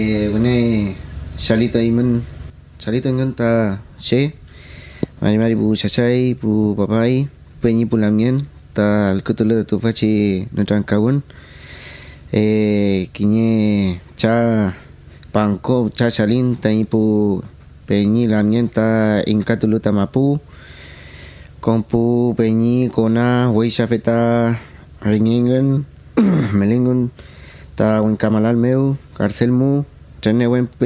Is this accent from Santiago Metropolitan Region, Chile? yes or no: no; Penco, Biobío, Chile; born or raised there; also born or lived in Chiguayante